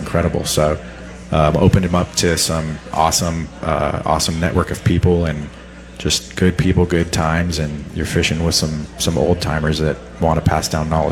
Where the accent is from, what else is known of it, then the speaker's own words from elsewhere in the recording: California, United States; we never had growing up in California.